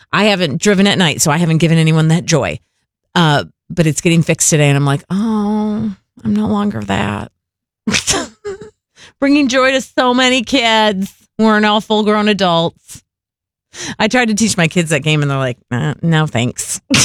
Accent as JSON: {"language": "English", "region": "Midwest", "country": "United States", "tie": "born or raised there", "said": "I grew up in the Midwest."}